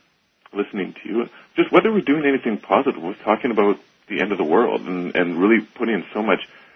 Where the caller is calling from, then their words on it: Vancouver, British Columbia, Canada; I'm calling from Vancouver, Canada.